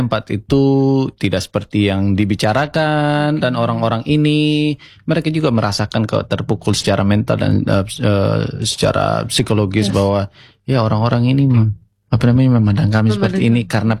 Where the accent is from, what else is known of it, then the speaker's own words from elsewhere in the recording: Sumba, East Nusa Tenggara, Indonesia; di Bali kan waktu itu ada stigma-stigma negatif untuk kita orang Sumba